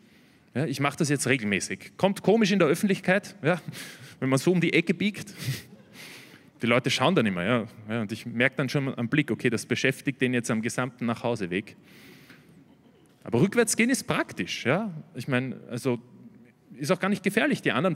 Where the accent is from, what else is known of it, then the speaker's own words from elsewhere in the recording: Austria; Bin ich als Österreicher Experte.